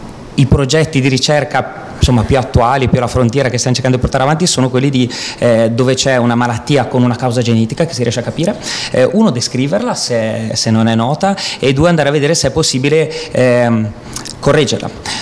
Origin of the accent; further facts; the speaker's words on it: Genoa, Liguria, Italy; Io sono di Genova, ho fatto pediatria e quindi non è tanto difficile capire come possa essere un obiettivo raggiungere un posto di lavoro al Gaslini.